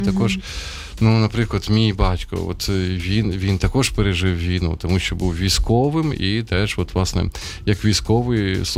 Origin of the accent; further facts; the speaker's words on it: Sumy, Sumy Oblast, Ukraine; як от в моїх рідних Сумах